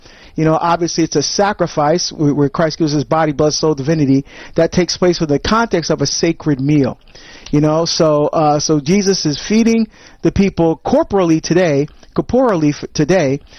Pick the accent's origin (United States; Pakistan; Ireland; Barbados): Barbados; moved away; I'm from Barbados